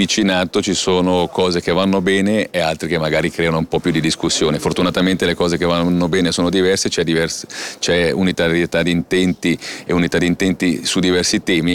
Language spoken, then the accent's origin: Italian; Ticino, Switzerland; questa divergenza di interpretazione che abbiamo noi come ticinesi nei confronti di Berna